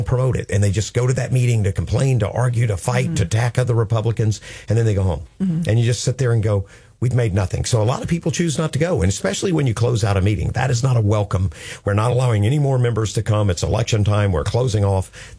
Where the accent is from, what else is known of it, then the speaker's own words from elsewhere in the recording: Florida, United States; I'm from Flagler County.